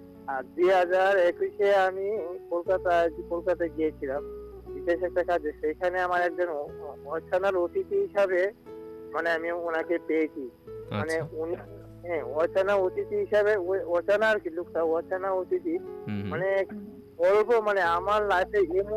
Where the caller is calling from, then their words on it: Tripura, India; আমি ত্রিপুরা থেকে এসেছিলাম।